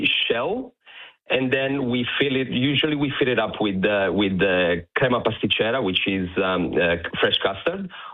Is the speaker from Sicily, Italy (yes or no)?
no; Turin, Piedmont, Italy; moved away as an adult; now in Brisbane, Australia; I'm from Torino.